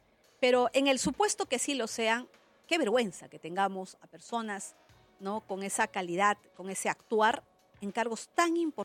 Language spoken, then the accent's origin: Spanish; Huamanga, Ayacucho, Peru; Yo soy una mujer ayacuchana, huamanguina, amante de mi cultura, de mi tradición.